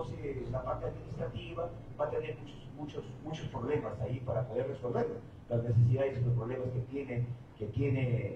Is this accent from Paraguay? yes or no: no; Cajaruro, Amazonas, Peru; yo soy de Cajaruro, específicamente de Yuchicaca, es un caserío del centro poblado de Tomazonas.